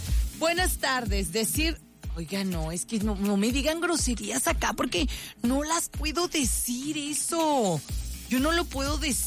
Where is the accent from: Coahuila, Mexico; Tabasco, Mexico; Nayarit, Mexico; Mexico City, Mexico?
Nayarit, Mexico; moved away; yo soy, lo saben ustedes perfectamente, yo soy de Nayarit.